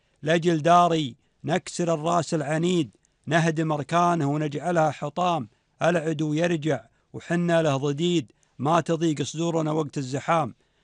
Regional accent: Kuwait

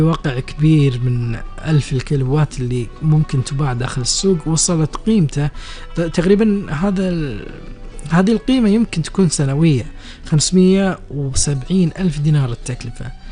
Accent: Kuwait; الزبيدي أهم أكلة عندنا بالكويت بالنسبة لي.

